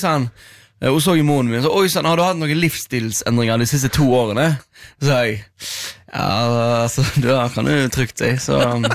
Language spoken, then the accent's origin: Norwegian; Stord, Vestland, Norway; now in Oslo, Norway; Jeg var hjemme på Stord.